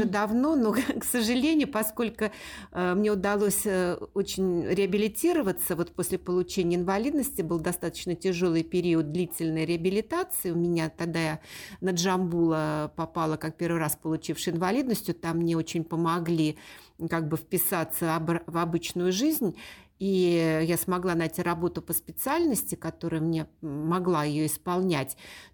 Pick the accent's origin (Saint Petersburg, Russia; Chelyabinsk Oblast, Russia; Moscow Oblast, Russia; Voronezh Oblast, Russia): Saint Petersburg, Russia; Я родилась в Ленинграде, в семье блокадников, и бабушка у меня с мамой здесь всю блокаду прожили, поэтому у нас вот эти традиции ленинградские, петербургские в семье всегда очень соблюдались и до сих пор как бы соблюдаются.